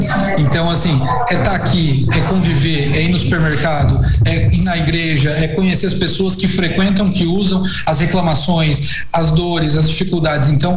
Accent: Armazém, Santa Catarina, Brazil; Então, eu sou de Armazém, né?

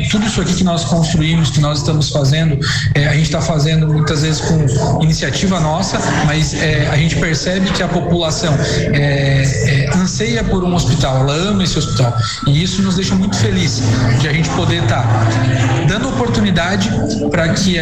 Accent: Armazém, Santa Catarina, Brazil; Então, eu sou de Armazém, né?

